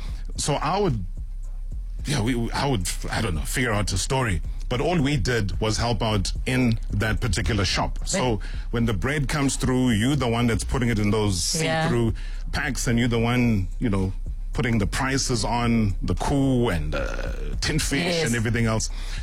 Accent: Vryheid, KwaZulu-Natal, South Africa; born there; So, I was born in Vryheid.

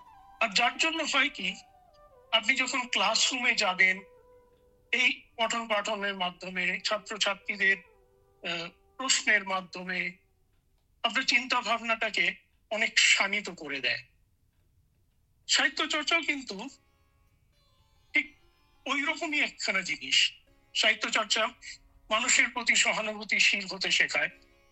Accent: Jorhat, Assam, India; born there; আমি আমার জন্ম হয় জোরহাটে। জোরহাট হলো আসামের একটা খুবই গুরুত্বপূর্ণ শহর।

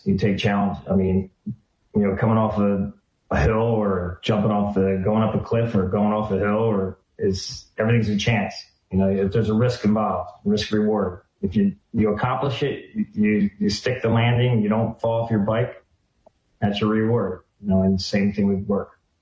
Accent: Mount Holly, New Jersey, United States; Originally from Mount Holly, New Jersey. I have one sister, one brother. I'm the youngest child by 11 years.

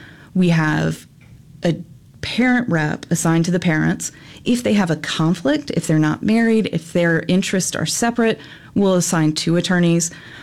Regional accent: Virginia, United States; to do an internship after my sophomore year of college with the Family Services Unit in Virginia, in my hometown, and went through the summer and absolutely fell in love with it.

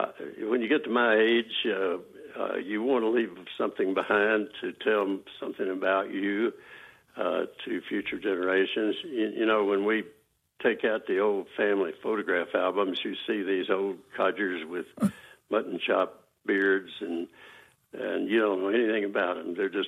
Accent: Texas, United States; I was raised out in West Texas in the outside the hill country.

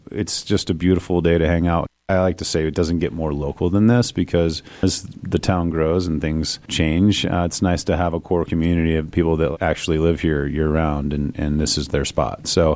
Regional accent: Park City, Utah, United States; I grew up here in Park City.

